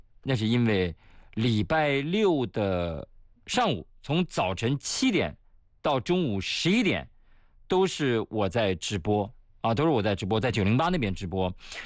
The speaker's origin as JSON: {"language": "Chinese", "region": "Shanxi", "country": "China", "tie": "born or raised there", "moved": "yes", "said": "就是我老家的山西老陈醋"}